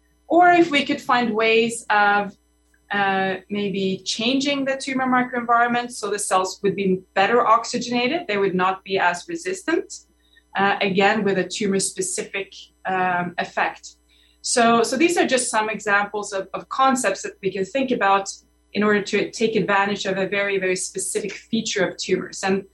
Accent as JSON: {"language": "English", "country": "Norway", "tie": "born or raised there", "moved": "as an adult", "said": "I'm Norwegian. I grew up in Norway, and I did my undergraduate there and most of my graduate studies there."}